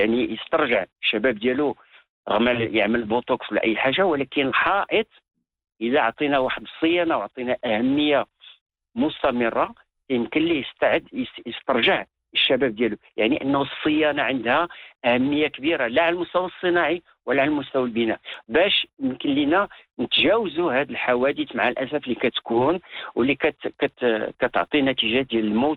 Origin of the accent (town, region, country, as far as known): Morocco